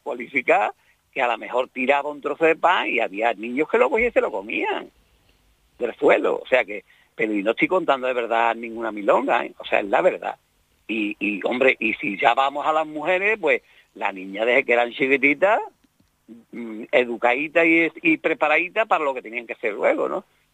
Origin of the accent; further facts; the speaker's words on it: Andalusia, Spain; mi pueblo está separado de Sevilla, unos 8 o 9 kilómetros